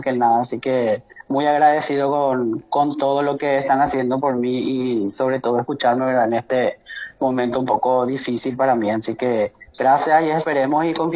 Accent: Paraguay; quedé yo como el único paraguayo

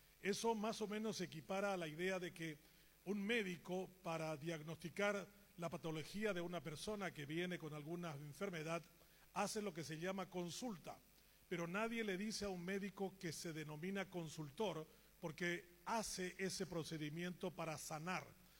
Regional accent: Paraguay; ni como paraguayos y menos aún como católicos.

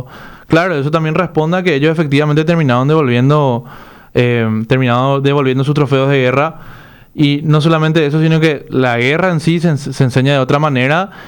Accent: Paraguay

